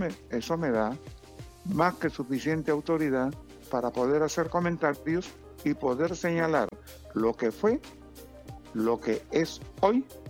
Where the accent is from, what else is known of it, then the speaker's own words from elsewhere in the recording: Peru; Pero como vamos así en el Perú, o como estamos en el Perú